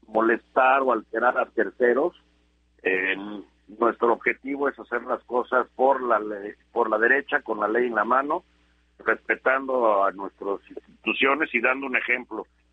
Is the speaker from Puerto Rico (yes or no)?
no; Mexico; Y nuestra dignidad como mexicanos, que es lo que no podemos permitir.